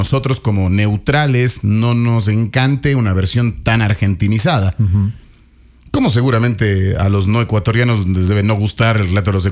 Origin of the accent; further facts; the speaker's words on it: Chile; Yo les he dicho que siendo chileno no tengo al haber vivido allá, esa sensación de cómo es el día a día.